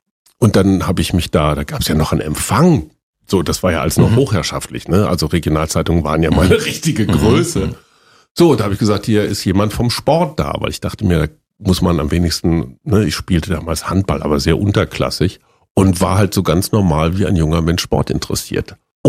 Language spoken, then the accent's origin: German; Münster, North Rhine-Westphalia, Germany; in Münster, meiner Heimatstadt in Westfalen, lagen direkt gegenüber vom Verlagsgebäude der Münsterischen Zeitung.